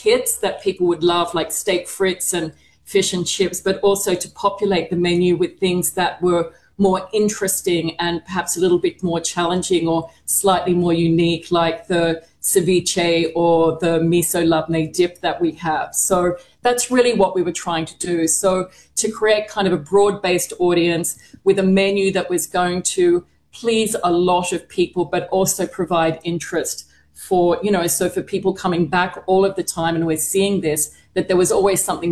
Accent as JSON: {"language": "English", "country": "Australia", "also_born_or_lived": "Singapore", "moved": "yes", "said": "I'm Australian, obviously, but I haven't lived there for a long time. I've spent probably more time in Singapore than I have as an adult in Australia."}